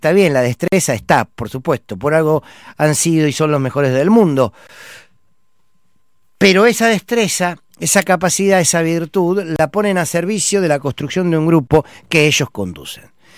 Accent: Argentina

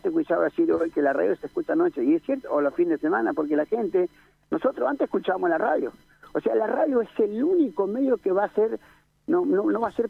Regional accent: Chubut, Argentina; yo no soy de Puerto Madryn, soy general con eso, pero yo conocí mi provincia, digo Chubut

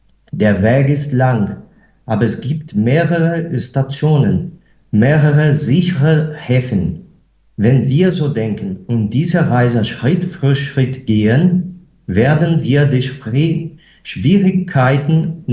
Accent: Brazil; German is a second language; ich bin Brasilianer.

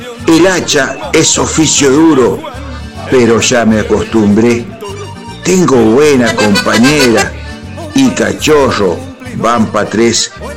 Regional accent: Corrientes, Argentina; un correntino y de ley.

